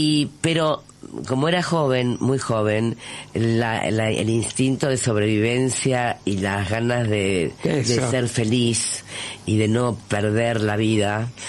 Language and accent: Spanish; Argentina; Porque, bueno, de alguna manera, siendo argentina, me habían como quitado una parte de mi identidad.